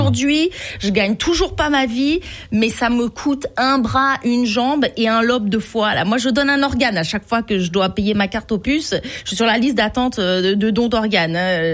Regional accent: France; now in Montreal, Canada; je suis une femme, Francis. Puis en plus, je suis française

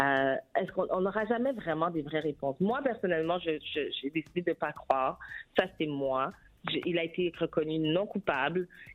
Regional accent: Canada; On est Canadien

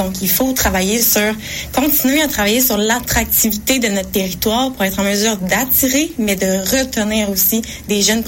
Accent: Rimouski, Quebec, Canada; Je suis native de Rimouski et j'ai toujours prêché pour ma paroisse, même quand j'étais ailleurs dans le monde.

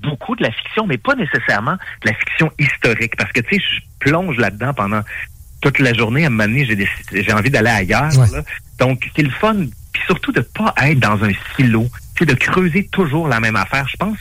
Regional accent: Quebec City, Quebec, Canada; moi je viens de la ville de Québec, plus spécifiquement de Sainte-Foy, j'ai fait mes études là-bas, mais la moitié de ma famille était française.

